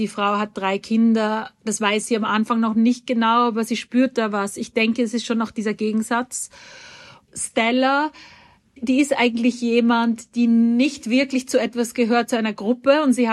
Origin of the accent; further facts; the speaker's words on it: Austria; Ich bin im Salzkammergut aufgewachsen in Österreich und das ist auch eine Gegend, wo ich manchmal bei Interviews früher gesagt habe, ich komme dorthin, wo andere Urlaub machen.